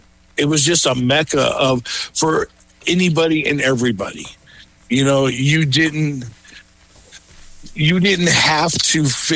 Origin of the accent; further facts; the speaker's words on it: Las Vegas, Nevada, United States; born there; also born or lived in Chicago; me growing up in Las Vegas